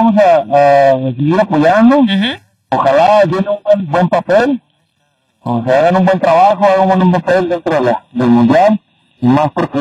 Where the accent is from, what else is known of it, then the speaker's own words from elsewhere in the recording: Mexico; soy mexicano y sigo apoyando a la selección.